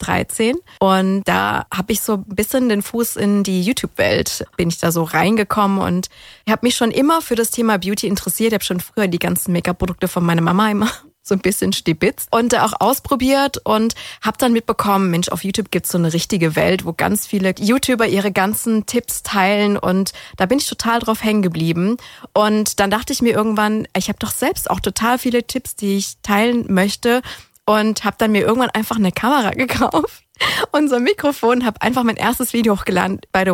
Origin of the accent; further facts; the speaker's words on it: Ulm, Baden-Württemberg, Germany; now in Kornwestheim, Germany; Ich komme aus Ulm, aber ich wohne in der Nähe von Stuttgart, so gefühlt.